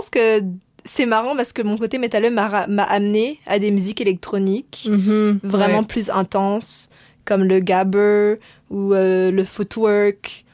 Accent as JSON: {"language": "French", "country": "Madagascar", "said": "Donc, bien sûr, de la musique africaine, vu que je viens d'Afrique, mais aussi de la musique indienne."}